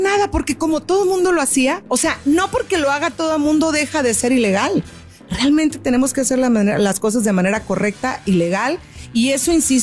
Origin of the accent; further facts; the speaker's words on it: Mexico; porque bueno, finalmente somos mexicanas y tenemos que hablar de esto